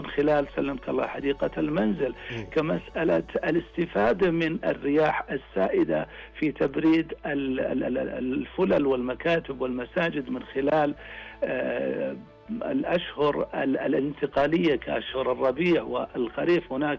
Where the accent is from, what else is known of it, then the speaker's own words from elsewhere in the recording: Saudi Arabia; عندنا في المملكة العربية السعودية